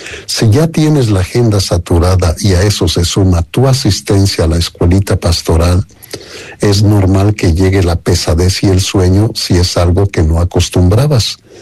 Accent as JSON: {"language": "Spanish", "town": "Valle de Santiago", "region": "Guanajuato", "country": "Mexico", "tie": "born or raised there", "also_born_or_lived": "Morelia, Michoacán", "moved": "yes", "lives_now": "San Cristóbal de las Casas, Mexico", "said": "mi pueblo natal, Valle de Santiago, o también tener algún lugar en Morelia, Michoacán, donde me formé y ejercí algunos años el ministerio presbiteral."}